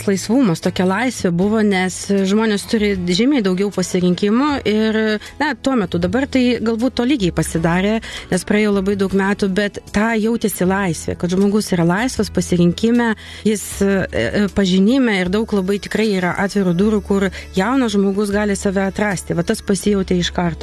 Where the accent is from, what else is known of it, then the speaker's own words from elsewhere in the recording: Šalčininkai, Vilnius County, Lithuania; moved away as an adult; Taip, aš pati esu kilusi iš Šalčininkų ir baigiau ten vidurinę mokyklą, meno mokyklą.